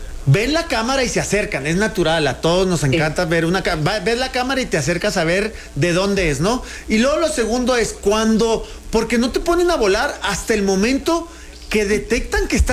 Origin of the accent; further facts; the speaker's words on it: Mexico; somos como los mexicanos los que nos gusta hacer eso.